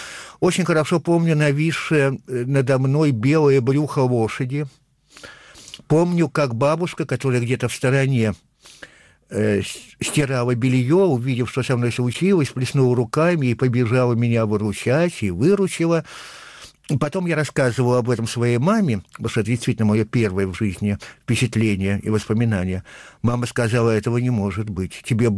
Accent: Saint Petersburg, Russia; also born or lived in Tupitsyna, Vologda Oblast; А мама, вскоре похоронив его, вернулась снова сюда, в Ленинград. Так что вот первые полгода моей жизни с этим городом еще не были связаны.

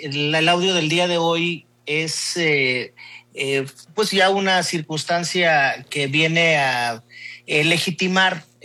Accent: Baja California, Mexico; Yo estoy muy apenado verdaderamente por todo lo que está pasando en mi tierra.

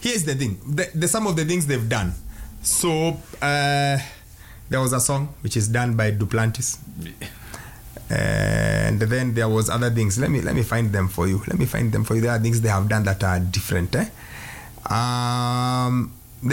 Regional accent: Kenya; I am completely Kenyan

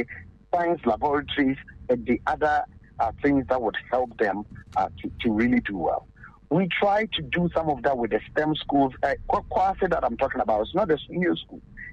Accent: Goaso, Ahafo, Ghana; listen, I am from Goso in the Hassa region, the way I am right now speaking to you from.

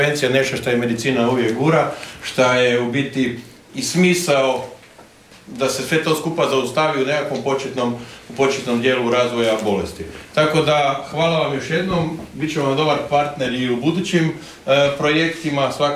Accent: Primorje-Gorski Kotar County, Croatia; ja dolazim iz Gorskog Kotra, to je Bijeli otok i znam otprilike kako je živjeti na otocima

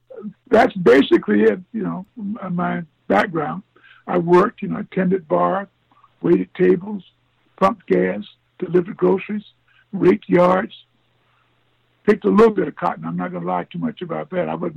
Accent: Statesboro, Georgia, United States; I was raised in South Georgia, in a place called Statesboro, Georgia, and Bullock County, which is down near Savannah.

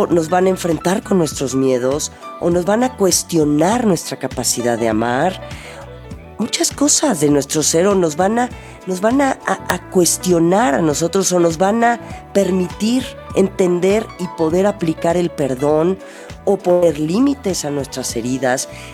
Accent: Mexico

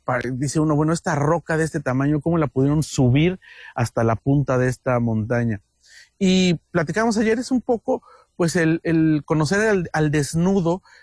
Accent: Mexico; Si yo como mexicano rento un carro aquí en San Diego con placas de Estados Unidos

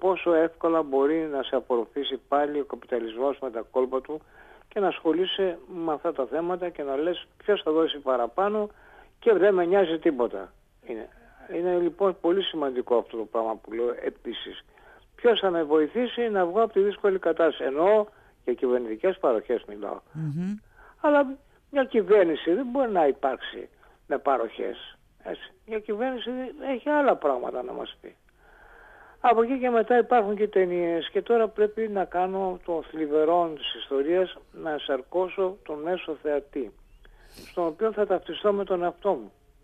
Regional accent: Santorini, South Aegean, Greece; αναγνώρισα την πατρίδα μου, στη Σαντορίνη

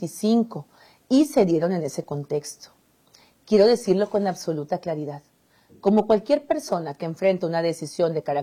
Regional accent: Mexico

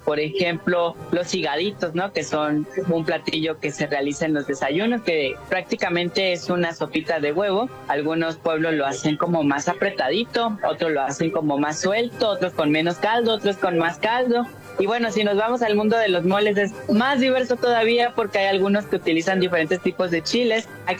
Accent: Santiago Juxtlahuaca, Oaxaca, Mexico; now in Oaxaca City, Mexico; Yo soy de un pueblo que está en la Mixteca, que se llama Santiago Huixtlahuaca, Oaxaca, que está a 6 horas de la ciudad, y actualmente vivo en la ciudad de Oaxaca.

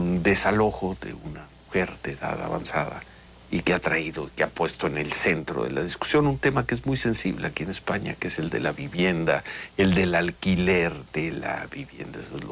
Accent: Mexico City, Mexico; now in Madrid, Spain; crecimos viendo campamentos, sí, en el Zócalo y por todos lados

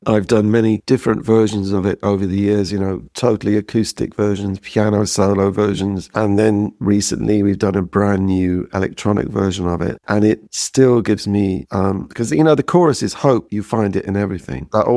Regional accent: High Wycombe, South East England, United Kingdom; He came out to see me in my hometown at the time, High Wycombe

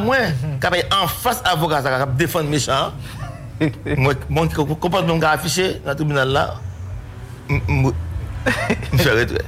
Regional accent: Cap-Haïtien, Nord, Haiti; Tu comprends que nous sommes ambassadeurs du Cap haïtien.

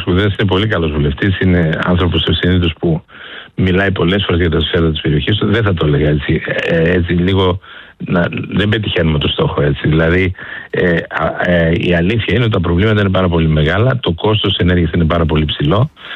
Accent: East Macedonia and Thrace, Greece; όπως παραδείγματος χάρη εγώ επισημαίνω που κατάγομαι και από την Ροδόπη, οι αγρότες μας.

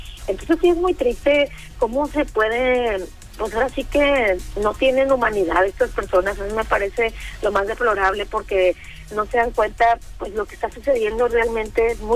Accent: Mexico; Es nuestra naturaleza como mexicanos siempre tratar de ayudar al hermano

